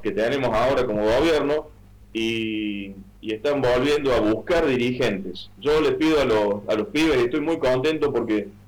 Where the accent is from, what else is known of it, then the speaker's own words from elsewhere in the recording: Córdoba, Argentina; me duele como cordobés